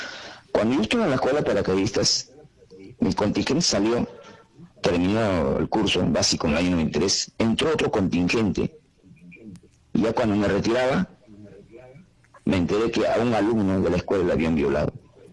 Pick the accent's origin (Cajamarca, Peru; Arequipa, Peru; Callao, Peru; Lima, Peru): Lima, Peru; born there; also born or lived in Abancay; Yo cuando yo vine a la sierra era cholito, pues no de 2 años, 3 años, vine de Abancay y para Lima.